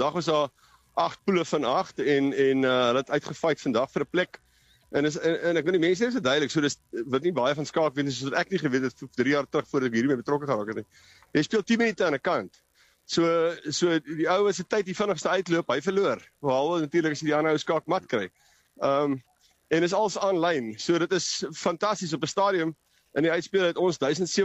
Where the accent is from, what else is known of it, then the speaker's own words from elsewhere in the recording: Potchefstroom, North West, South Africa; ek kom nou van Potchef, ek was lank in my lewe in Potchef